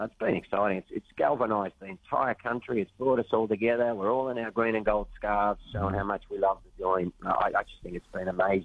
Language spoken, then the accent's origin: English; Lismore, New South Wales, Australia; I'm from Lismore, just down the coast from you guys originally